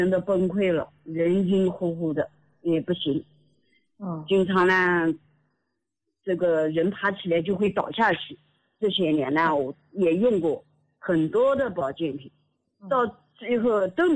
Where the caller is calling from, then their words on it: Nanjing, Jiangsu, China; 我是南京的听众